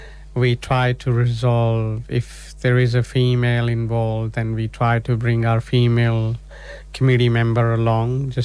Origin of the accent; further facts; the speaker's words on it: India; moved away; I'm from India, so in India it's so much diversity, so many religions, and every religion has different belief.